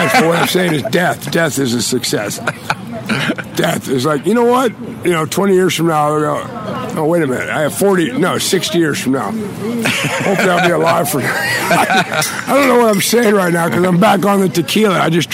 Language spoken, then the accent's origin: English; Wheeling, West Virginia, United States; also born or lived in Hollywood; now in Toronto, Canada